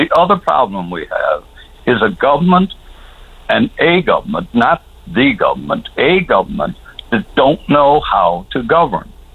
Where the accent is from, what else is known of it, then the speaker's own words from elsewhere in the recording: Newfoundland and Labrador, Canada; as a Newfoundlander